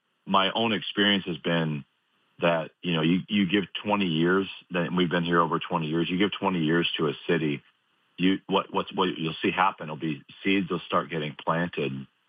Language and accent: English; Chicago, Illinois, United States; born or raised there; also born or lived in Raleigh; now in York, United States